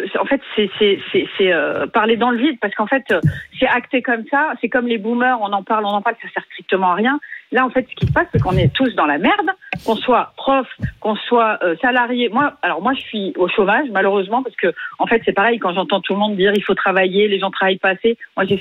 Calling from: Bayonne, Nouvelle-Aquitaine, France; J'habite à Bayonne

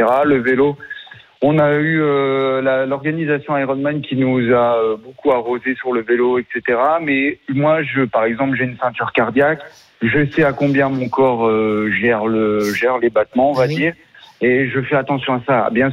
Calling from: Mandelieu-la-Napoule, Provence-Alpes-Côte d'Azur, France; Moi, j'habite à Mandelieu, donc il fait chaud.

